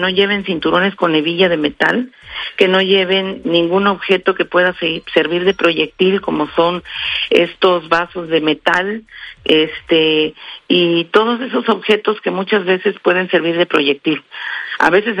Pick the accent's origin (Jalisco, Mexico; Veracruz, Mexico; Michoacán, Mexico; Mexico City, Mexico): Veracruz, Mexico